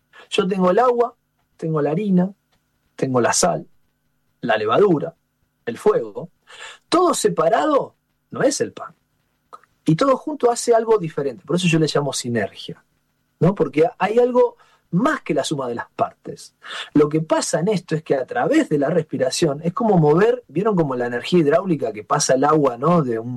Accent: Rosario, Santa Fe, Argentina; en Rosario, en mi ciudad natal

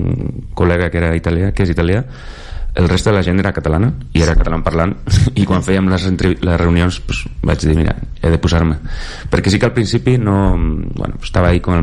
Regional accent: Galicia, Spain; Catalan is a second language; now in Catalonia, Spain; a la part de la costa, que és on soc jo, que es parla més ràpid i més com bailando

